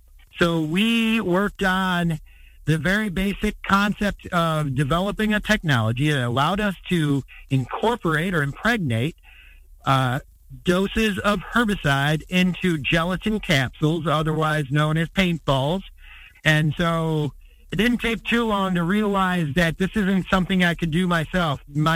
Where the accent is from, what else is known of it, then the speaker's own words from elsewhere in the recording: Michigan, United States; Upper Peninsula of Michigan, my stomping grounds. I'm not from Upper Peninsula, but Michigan.